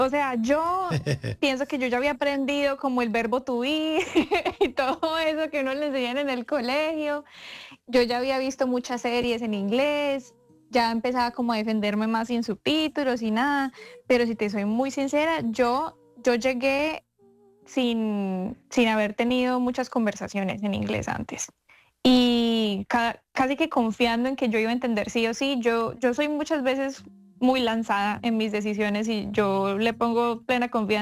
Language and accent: Spanish; Colombia; moved away; así como los colombianos hablamos con dichos